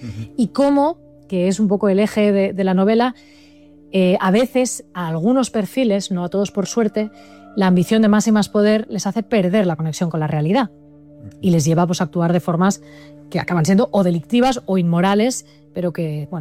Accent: Barcelona, Catalonia, Spain; now in Madrid, Spain

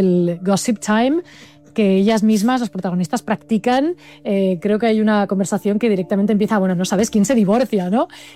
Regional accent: Barcelona, Catalonia, Spain; now in Madrid, Spain; Pues fíjate que soy de Barcelona, llevo 15 años en Madrid

